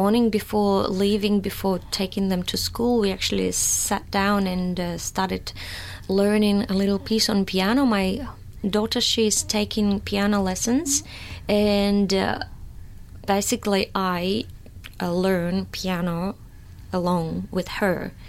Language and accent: English; Russia; moved away as an adult; now in Australia; apparently, and I'm from Russia and have been in Australia for the last almost 9 years.